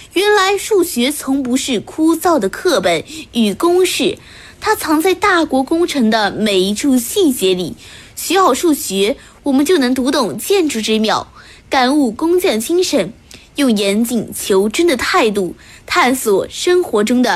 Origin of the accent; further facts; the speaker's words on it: Pingtan, Fujian, China; 在我们家乡平潭